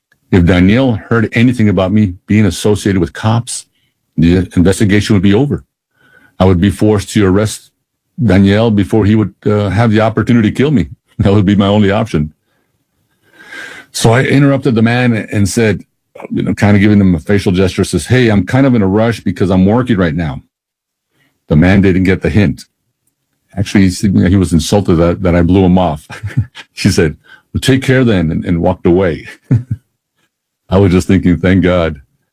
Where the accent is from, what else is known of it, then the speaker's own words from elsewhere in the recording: El Paso, Texas, United States; I guess one of the greatest worries working undercover in my hometown of El Paso was being recognized by someone who knew my true identity.